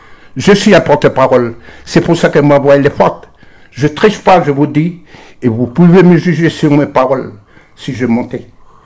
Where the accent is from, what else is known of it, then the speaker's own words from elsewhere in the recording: New Caledonia; ça fait 173 ans qu'on est là, on sait très bien qu'on est, comme on appelle, on est des Kanaks, on n'est pas des Français.